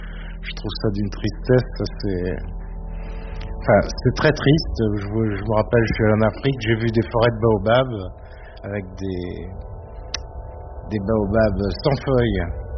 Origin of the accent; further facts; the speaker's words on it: Pays de la Loire, France; je suis né à 10 km de la mer, je suis né dans le sud de Vendée, je suis du coin, et j'étais dans les marais